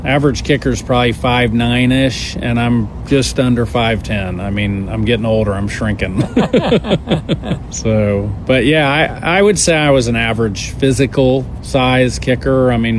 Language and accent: English; Washington, District of Columbia, United States; born there; also born or lived in New Mexico; My dad had spent a number of years at the Pentagon, and I was born in Washington.